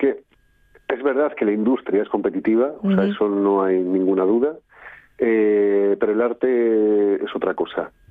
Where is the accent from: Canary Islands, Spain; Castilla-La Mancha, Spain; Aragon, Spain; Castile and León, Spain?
Canary Islands, Spain; now in Basque Country, Spain; soy un canario, llevo muchos años viviendo en Euskadi, pero soy canario, ¿no?